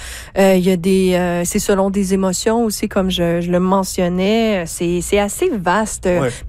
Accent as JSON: {"language": "French", "town": "Laval", "region": "Quebec", "country": "Canada", "said": "Écoutez-moi, je viens de Laval."}